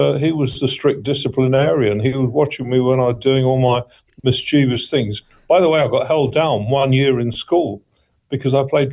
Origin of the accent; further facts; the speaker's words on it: India; born there; Yeah, I traveled around a lot. I was born in India.